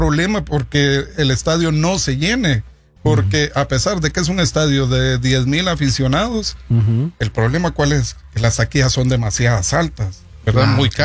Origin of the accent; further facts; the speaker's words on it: Chiquimula, Guatemala; Yo soy de Chiquimula.